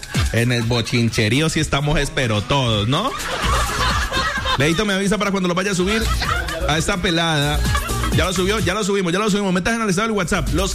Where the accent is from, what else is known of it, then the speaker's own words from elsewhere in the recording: Colombia; Oye, llegan tarde, pero a todo como buen colombiano, ¿no?